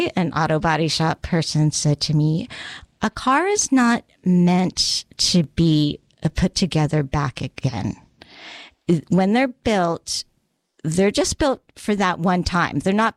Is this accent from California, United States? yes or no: yes; San Diego, California, United States; here I am, this little brat at Paradise Hills, in Paradise Hills, going to school